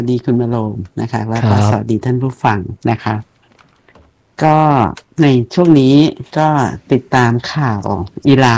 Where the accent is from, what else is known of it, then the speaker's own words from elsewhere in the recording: Nakhon Nayok, Thailand; now in Prachinburi, Thailand; ต้องรู้สึกว่าแบบที่นี่เป็นพื้นที่บ้านอยู่นครนายกแต่ว่ามาอยู่ปัจจีนจนกลายเป็นคนปัจจีนจริงๆ